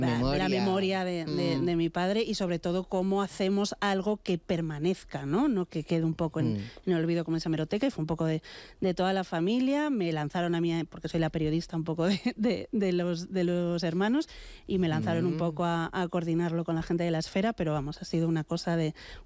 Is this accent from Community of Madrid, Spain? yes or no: yes; Madrid, Community of Madrid, Spain; llevo mi condición de madrileña con mucho orgullo, soy muy madrileña, con mucha proyección hacia afuera también, pero muy madrileña